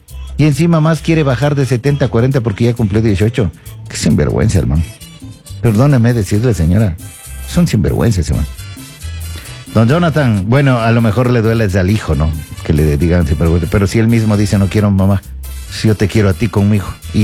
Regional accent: Ecuador; eso somos los ecuatorianos, gente de trabajo, de esfuerzo, de sacrificio.

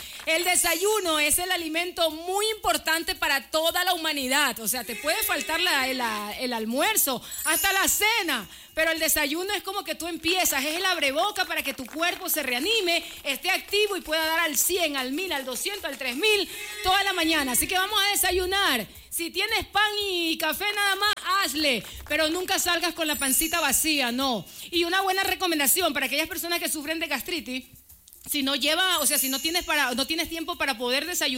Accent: Guayaquil, Guayas, Ecuador; yo soy una guayaquileña bien trucha.

